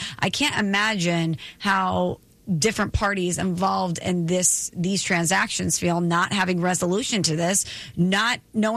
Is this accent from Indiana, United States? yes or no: no; St. Louis, Missouri, United States; And I grew up in St. Louis, but my mom's family from New Jersey, diehard Yankee fans.